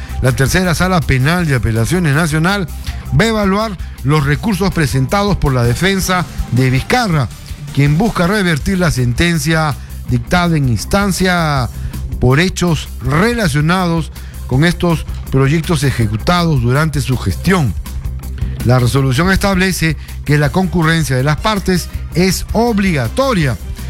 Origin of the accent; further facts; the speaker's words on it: Peru; así somos los peruanos.